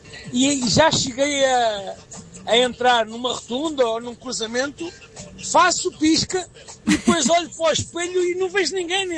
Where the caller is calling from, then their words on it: São João do Monte, Portugal; sou de São João do Monte.